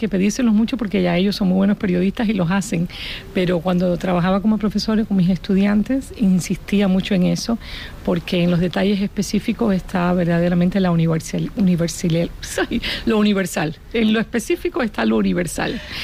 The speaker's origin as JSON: {"language": "Spanish", "country": "Cuba", "moved": "yes", "said": "Yo vine de Cuba en una emigración que fue muy criticada"}